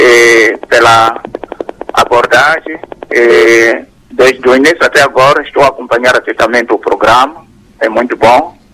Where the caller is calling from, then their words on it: Mozambique; Aqui falo … falo de Flangulo.